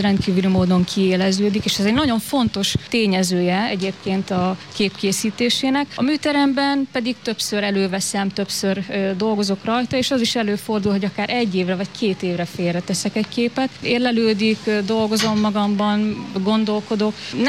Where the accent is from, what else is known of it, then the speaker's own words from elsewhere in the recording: Szolnok, Jász-Nagykun-Szolnok, Hungary; born there; nem hiába születtem oda, ahova születtem.